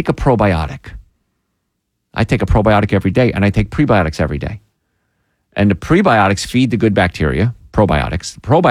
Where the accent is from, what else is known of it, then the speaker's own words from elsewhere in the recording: Louisiana, United States; I grew up in Cancer Alley. Right. It was called Cancer Alley because so many people had cancer.